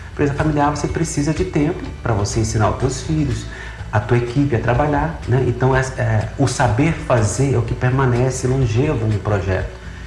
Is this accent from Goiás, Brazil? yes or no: yes; Catalão, Goiás, Brazil; born there; moved away as an adult; now in Brasília, Brazil